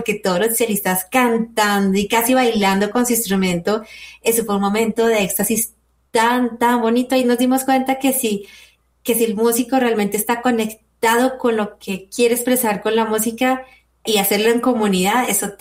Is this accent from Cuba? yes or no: no; Colombia; es súper bonito de ver cómo hay una identidad como colombianos en los repertorios